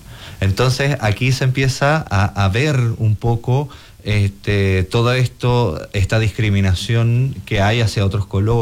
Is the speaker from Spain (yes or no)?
no; Venezuela; now in Coyhaique, Chile; yo soy de Venezuela